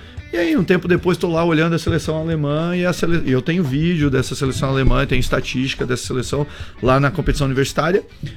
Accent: Santa Catarina, Brazil; also born or lived in Itajaí; now in Chapecó, Brazil; eu cresci no sul do estado.

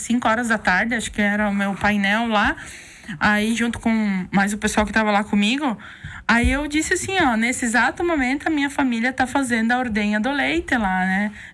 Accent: Brazil; Eu disse, sou do Brasil

